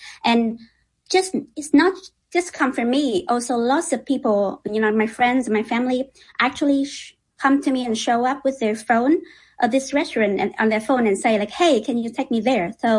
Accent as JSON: {"language": "English", "country": "Vietnam", "said": "really nervous because I'm from Vietnam"}